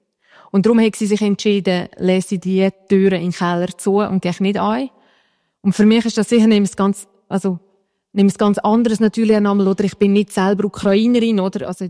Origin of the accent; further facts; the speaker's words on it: Sargans, St. Gallen, Switzerland; moved away as an adult; ich bin in Sargasso aufgewachsen, ich habe Heimatort Mels, oder?